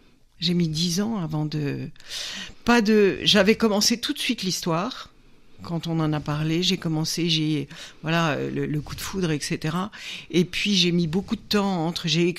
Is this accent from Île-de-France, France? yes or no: yes; Paris, Île-de-France, France; born there; Et si je vous disais où je suis née, c'est terrible. Je suis née à Paris. Comme tous les Bretons parisiens.